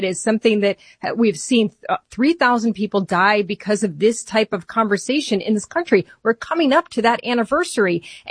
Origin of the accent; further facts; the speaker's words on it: Michigan, United States; My home state is Michigan